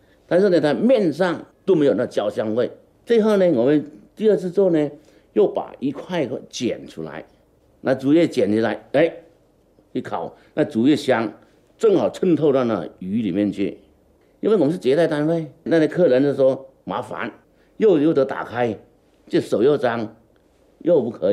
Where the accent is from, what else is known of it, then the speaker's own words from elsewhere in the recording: Nanning, Guangxi, China; now in Beijing, China; 我们南宁人呢叫老友粉